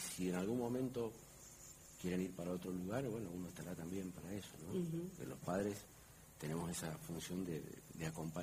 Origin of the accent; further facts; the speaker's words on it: Mendoza, Argentina; Los mendocinos somos muy mendocinos.